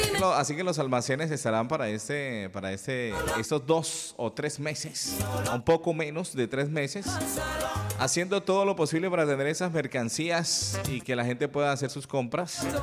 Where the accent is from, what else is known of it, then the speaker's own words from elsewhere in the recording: Colombia; Somos pocos, buenos y orgullosos colombianos.